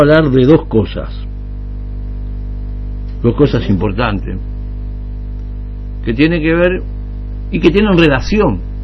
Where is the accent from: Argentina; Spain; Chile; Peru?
Argentina; Chaco; el endeudamiento que tenemos todos los chaqueños